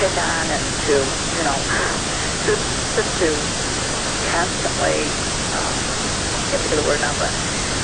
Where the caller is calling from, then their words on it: Michigan, United States; I'm calling from Lavalle, Michigan